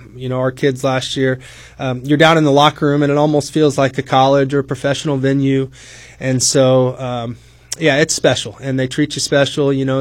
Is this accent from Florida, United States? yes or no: no; Farmersville, Illinois, United States; growing up in Farmersville, Gerard and Verdon were right down the road, and right down the road from Pawnee, too.